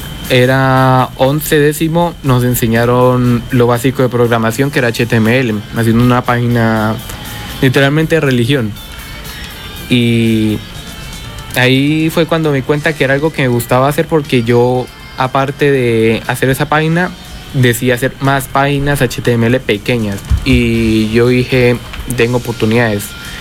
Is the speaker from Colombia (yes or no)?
yes; Piedecuesta, Santander, Colombia; porque yo soy de Piedecuesta